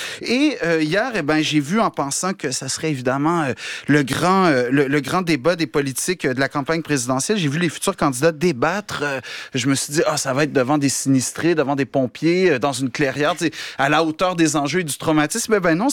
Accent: Quebec, Canada; Et ensuite, ben, vous l'entendez, je suis québécois, ce qui veut dire que oui, je parle français, mais évidemment, mon français est teinté de mots désuets qu'on n'entend jamais ici.

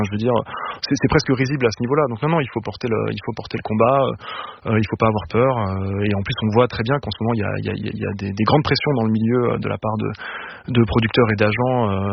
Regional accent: Lyon, Auvergne-Rhône-Alpes, France; Moi, j'ai grandi à Lyon.

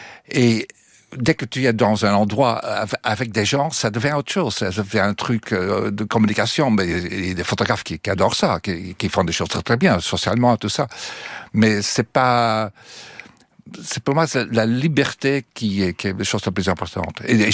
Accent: Belgium; moved away; quand moi j'ai quitté la Belgique, j'ai commencé à quitter en 62, 63

